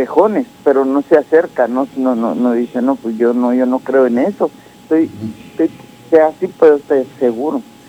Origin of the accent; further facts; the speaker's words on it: Ciudad Juárez, Chihuahua, Mexico; now in United States; ahí vamos con la edad, porque yo nací en Juárez